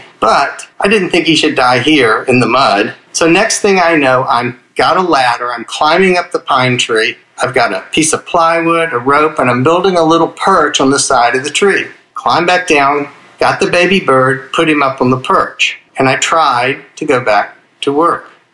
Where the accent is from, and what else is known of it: Houston, Texas, United States